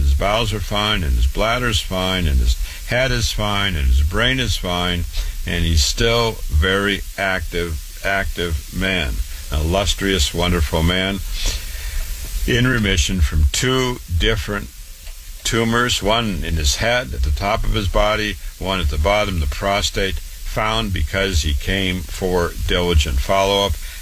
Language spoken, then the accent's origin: English; Waterloo, Iowa, United States; born and raised in Waterloo, Iowa. Went to public school